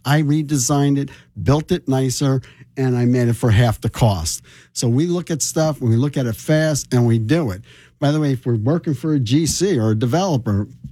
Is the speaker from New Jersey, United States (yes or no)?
yes; Rahway, New Jersey, United States; I'm from Rahway, New Jersey. The town went to just went to poop.